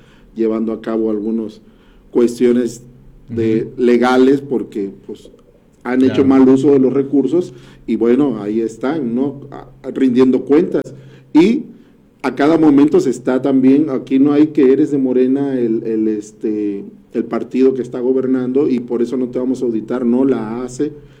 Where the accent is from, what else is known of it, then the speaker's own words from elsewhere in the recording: Mexico; nos da a nosotros una identidad como mexicanos.